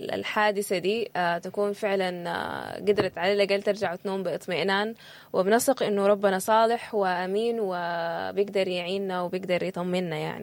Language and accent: Arabic; Sudan; نحن كسودانيين محتاجين للنقاش ده